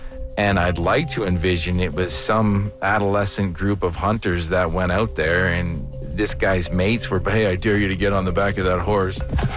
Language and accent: English; Canada; now in Colorado, United States; So I'm from Canada originally.